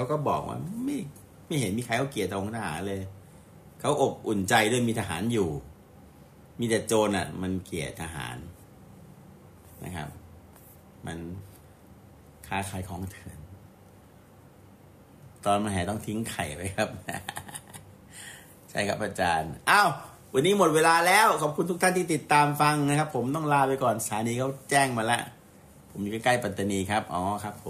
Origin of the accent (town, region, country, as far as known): Southern Thailand, Thailand